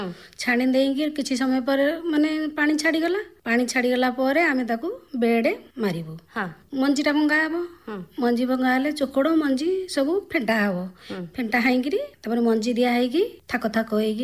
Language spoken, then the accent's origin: Odia; Dalbanpur, Odisha, India; ମୁଁ ଦଳବାଣପୁରରୁ ଆସିଛି।